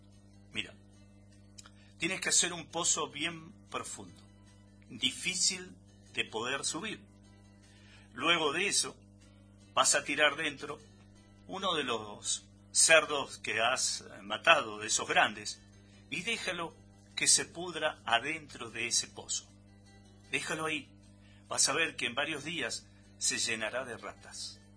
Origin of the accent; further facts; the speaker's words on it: Argentina; somos todos vecinos, somos todos del mismo pueblo, somos todos argentinos